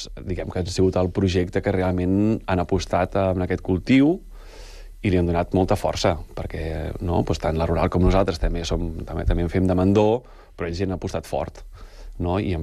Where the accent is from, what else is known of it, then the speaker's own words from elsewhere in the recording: Catalonia, Spain; moved away as an adult; now in Sant Cugat del Vallès, Spain; jo soc del Penedès, en realitat, i porto aquí vora de 20 anys